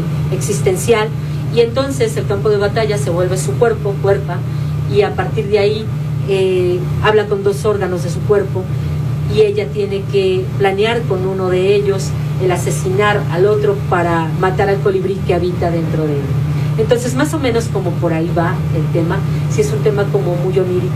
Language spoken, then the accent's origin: Spanish; Mexico City, Mexico; born there; also born or lived in Oaxaca; Yo soy, oaxaqueña, ¿no? Nacida en la Ciudad de México, de padre oaxaqueño, madre también oaxaqueña adoptiva.